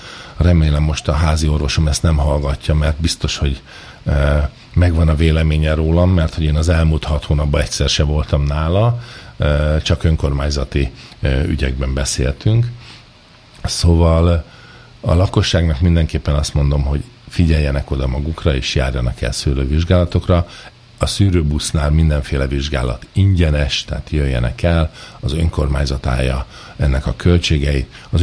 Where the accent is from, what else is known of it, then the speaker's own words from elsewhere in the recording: Pest, Hungary; 50 kilométerre Budapesttől, hogy mi vidékiek vagyunk, de hát Pest megye legdélebbi, egyik legkisebb települése vagyunk